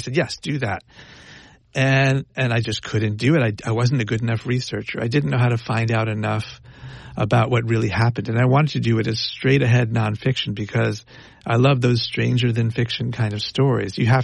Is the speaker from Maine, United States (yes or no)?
no; New York, United States; I'm from New York.